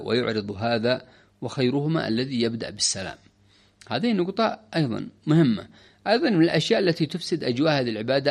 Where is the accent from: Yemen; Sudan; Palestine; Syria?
Yemen; عندنا في اليمن